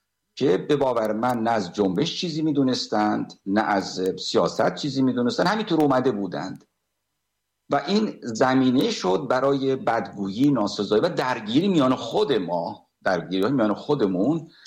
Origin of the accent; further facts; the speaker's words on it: Iran; خب منم ایرانی هستم،